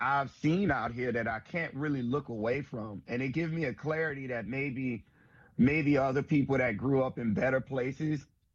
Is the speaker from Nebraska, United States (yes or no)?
no; New Orleans, Louisiana, United States; And I'm lucky that I grew up in New Orleans, because it is a blue dot in the red ocean.